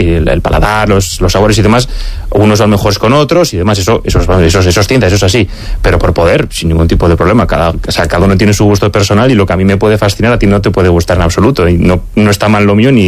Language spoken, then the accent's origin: Spanish; Labastida, Basque Country, Spain; mi pueblo es una zona que vive el 90% de los ingresos son del vino. Entonces hay como más cultura, más relación con el vino, y sí que yo igual hablo de una, desde una burbujita, ¿no? De Rioja Alavesa o La Bastida